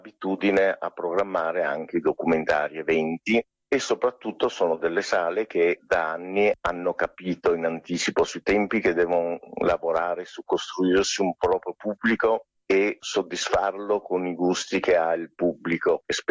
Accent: Venice, Veneto, Italy; ovviamente che noi siamo veneziani di origine, giochiamo in casa

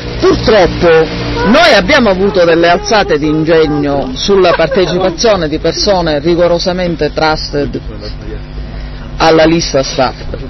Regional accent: Enna, Sicily, Italy; born there; io sono nata a Enna, però mio padre era di Aputo in provincia di Pordenone e mia madre di Monfalcone in provincia

